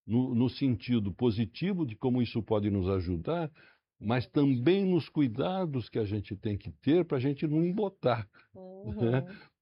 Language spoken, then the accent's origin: Portuguese; Brazil